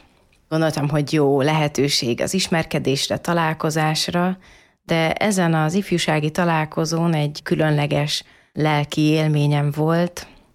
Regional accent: Budapest, Hungary; now in Miskolc, Hungary; nővér vagyok, Szent Ferenc kisnővérei közösség tagja, Miskolcon élek. Születésileg gyerekkoromban Budapesten nőttem fel, onnan származom, belvárosból, egy vallásos keresztény családból származom a szüleim.

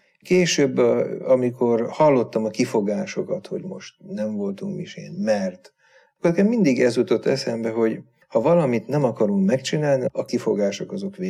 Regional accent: Vác, Pest, Hungary; born there; a Vácon a Kőkapu általános iskolába jártam.

